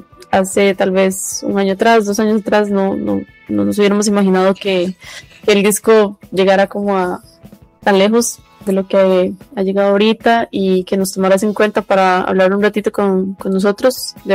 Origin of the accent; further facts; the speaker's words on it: Costa Rica; Para nosotros, como ticos, México es gigante.